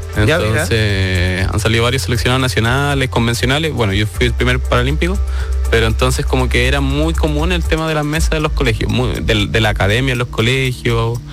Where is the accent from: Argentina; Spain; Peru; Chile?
Chile; Rengo, O'Higgins; Yo nací en 97, sí, yo estoy en Rengo, soy originario, oriundo de Rengo, la sexta región, estoy en el colegio Antilén